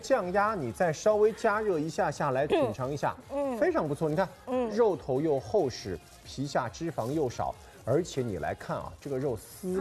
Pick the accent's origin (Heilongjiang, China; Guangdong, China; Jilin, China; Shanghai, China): Shanghai, China